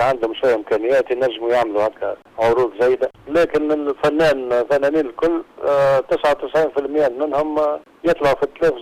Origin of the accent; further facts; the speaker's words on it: Gafsa, Gafsa Governorate, Tunisia; هذيك ذكريات نتاع طفولة قفصة، نتاع طفولتي في قفصة